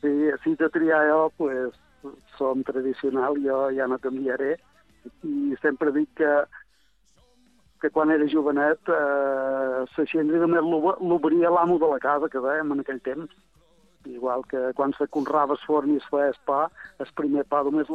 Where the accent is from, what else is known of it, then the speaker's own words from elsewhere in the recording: Sant Carles de Peralta, Balearic Islands, Spain; el meu poble, Sant Carlos